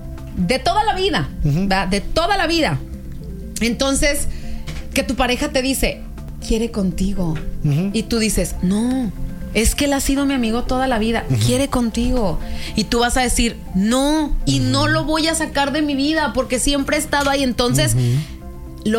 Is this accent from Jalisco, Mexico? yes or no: yes; Chapala, Jalisco, Mexico; Me estoy acordando que soy de Chapala, me estoy acordando.